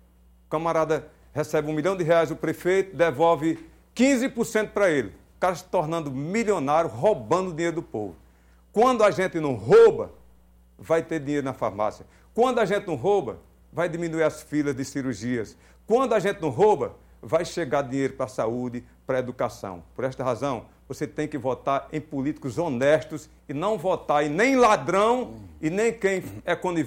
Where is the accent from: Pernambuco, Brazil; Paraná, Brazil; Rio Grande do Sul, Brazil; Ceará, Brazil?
Ceará, Brazil; Iguatu; born there; also born or lived in Cariús, Ceará; Eu fui uma criança que passei fome. Eu vim lá de São Bartolomeu de Cariús, dos anos 70, passando fome. Chegamos no Iguatu